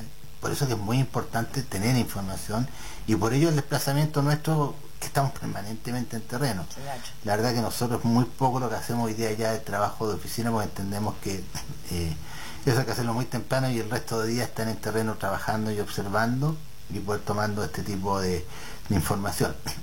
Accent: Chile; nos enorgullecen como chilenos

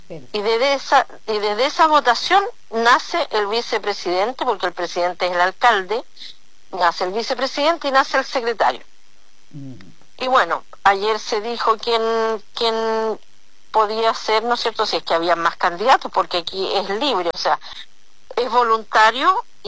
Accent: Chile; born there; Yo soy presidenta de la Junta de Vecinos de Yequito por primera vez, de un lugar maravilloso donde yo nací

